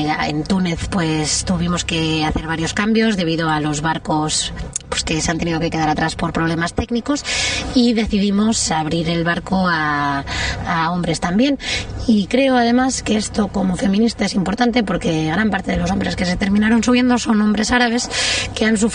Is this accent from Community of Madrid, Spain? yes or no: yes; Madrid, Community of Madrid, Spain; now in Mallorca, Spain; soy madrileña, ahora mismo viviendo en Mallorca, y soy militante de la Global Sumo Flotilla.